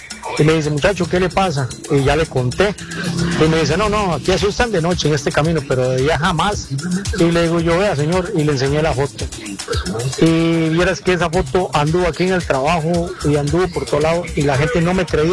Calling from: La Virgen, Heredia, Costa Rica; usted sabe que yo soy de la Virgen de Sarapiquí, trabajo en Alajuela, pero yo me voy todas las semanas

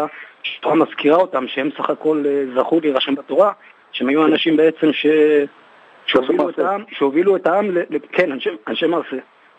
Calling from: Tel Aviv, Tel Aviv District, Israel; אני כרגע מתל אביב.

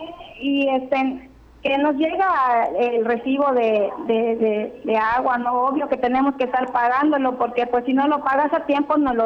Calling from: Umán, Yucatán, Mexico

